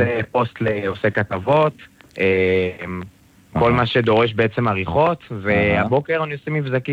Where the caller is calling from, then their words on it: Petah Tikva, Central District, Israel; פתח תקווה